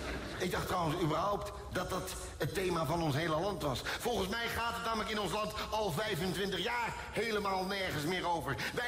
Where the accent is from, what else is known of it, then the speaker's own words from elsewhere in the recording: Netherlands; Zeg ik, ik kom uit Nederland, vertel eens iets leuks over uw land.